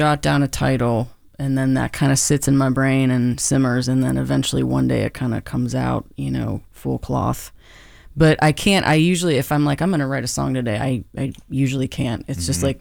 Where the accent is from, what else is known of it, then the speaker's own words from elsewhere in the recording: Rural Valley, Pennsylvania, United States; also born or lived in Kittanning; I was born in Katanning. I grew up in Rural Valley, which is Armstrong County.